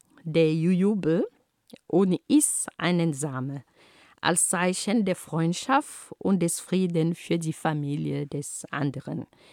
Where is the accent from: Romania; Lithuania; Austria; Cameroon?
Cameroon; first language Ghomala; German is a second language; In meiner Heimat Kamerun reißt dieser Baum Pfeken oder Pfeken, je nach Region oder Sprache. Also meine Muttersprache lautet Homala.